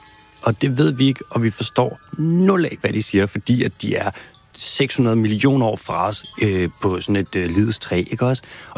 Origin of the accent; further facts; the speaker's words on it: Capital Region of Denmark, Denmark; der, hvor jeg er vokset op, op i, helt op i Nordsjælland, altså op i nærheden af Gilleleje, der er det noget, som er tæt på. Der er havnekultur, der er, man går på stranden, man tog ned på havnen og købte torsk i gamle dage, eller for et par årtier siden